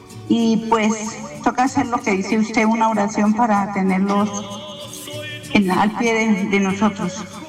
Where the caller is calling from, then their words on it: Belén, Boyacá, Colombia; Yo soy de Belén, Boyacá.